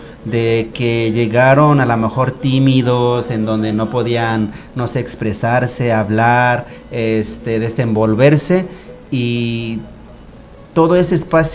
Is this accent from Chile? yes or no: no; Mexico; soy orgulloso de ser quien soy, de ser wixárika, soy orgulloso de usar mi traje típico, de hablar mi lengua materna, de usar los guaraches, ¿no?